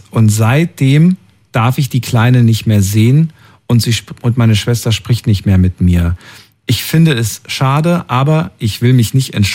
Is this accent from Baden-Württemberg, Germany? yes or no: yes; Freiburg, Baden-Württemberg, Germany; ich komme aus Freiburg.